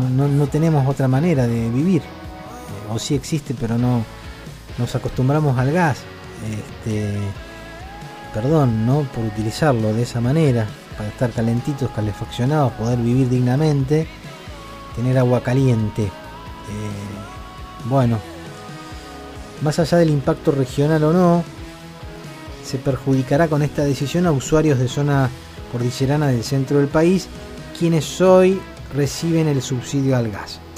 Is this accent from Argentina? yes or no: yes; Argentina; vivimos en este país, somos argentinos.